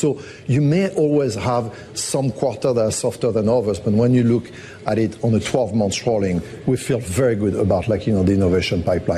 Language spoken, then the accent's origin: English; United States; born there; accent: French; I was born in the U.S. despite my French accent